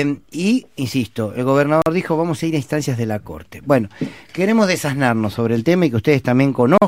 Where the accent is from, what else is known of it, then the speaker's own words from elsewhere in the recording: Buenos Aires, Argentina; pecado porteño, diría, y me hago cargo, pecado porteño de desconocer esto